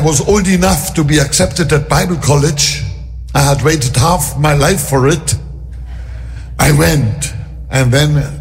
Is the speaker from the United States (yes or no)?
no; Hamburg, Germany; moved away; also born or lived in Frankfurt; Yes, I grew up in Hamburg, and later on I lived in Frankfurt, but I'm neither a hamburger nor a Frankfurter.